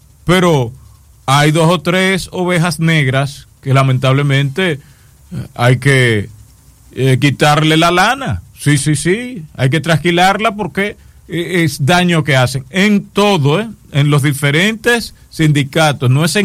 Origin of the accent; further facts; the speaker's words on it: Dominican Republic; nosotros como dominicanos